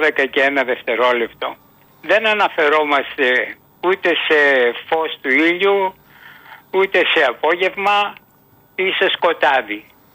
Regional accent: Athens, Attica, Greece; Εγώ εδώ έχω γεννηθεί, στην Αθήνα.

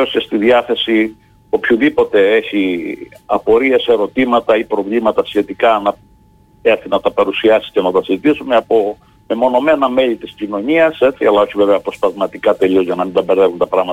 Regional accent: Greece; όλοι μας ως Έλληνες έχουμε καθήκον να υποστηρίξουμε την νησιωτικότητα και να την αναδείξουμε. Εμείς ειδικά που είμαστε νησιώτες

